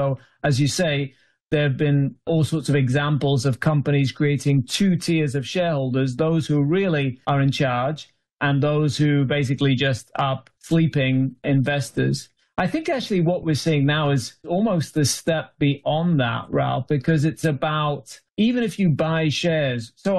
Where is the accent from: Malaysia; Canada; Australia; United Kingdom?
United Kingdom; now in United States; as a Brit, you know, I'm kind of fed up of talking about Brexit